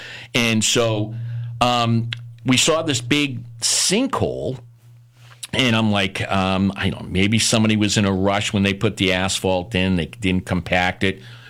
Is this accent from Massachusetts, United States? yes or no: yes; Boston, Massachusetts, United States; I'm a Boston kid, okay? You know, we have our own language in Boston.